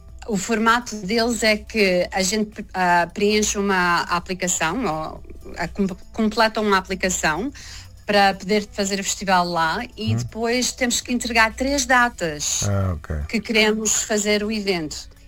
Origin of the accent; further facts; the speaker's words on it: Azores, Portugal; Não tanto, agora vou mais, porque eu sou dos Açores, vou mais agora é para o Portugal continental, adoro o Algarve, adoro Lisboa